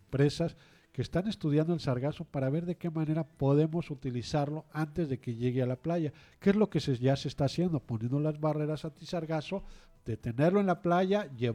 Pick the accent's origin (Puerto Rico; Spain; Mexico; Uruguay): Mexico; Los mexicanos le hallamos a todo